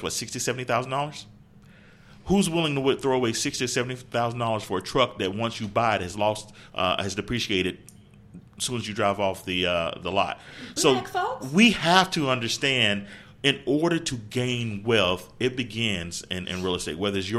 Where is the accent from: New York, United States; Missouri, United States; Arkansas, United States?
Arkansas, United States; Pine Bluff; I'm from Pine Bluff.